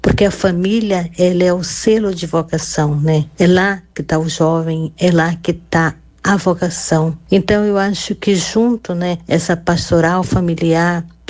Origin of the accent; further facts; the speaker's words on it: Maranhão, Brazil; now in Nova Iguaçu, Brazil; sou maranhense, da Congregação das Irmãs Franciscanas de Boulanden. Estou aqui na nossa Diocese de Nova Iguaçu há 3 anos, né?